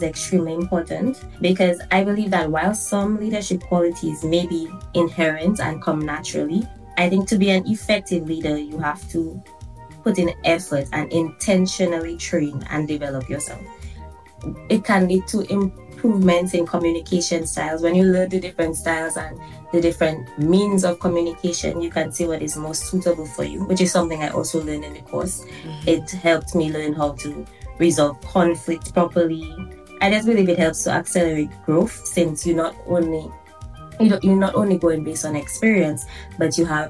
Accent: Dominica; I'm originally from Pebush Cultural Village, but I currently reside in Chekwamasak.

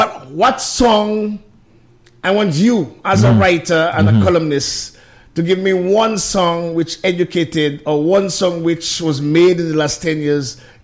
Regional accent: Portsmouth, Dominica; also born or lived in Roseau, Dominica; I was really from Port of Silver

